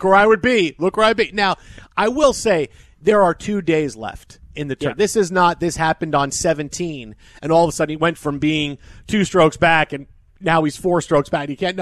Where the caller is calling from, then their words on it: Sioux Falls, South Dakota, United States; I'm just a golf fan. I'm watching from Sioux Falls.